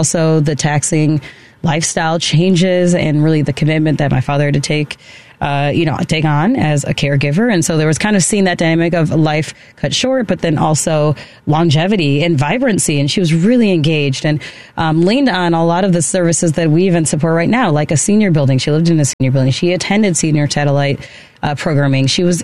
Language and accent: English; Glenview, Illinois, United States; Well, I actually grew up in the north suburbs. So I grew up in Glenview.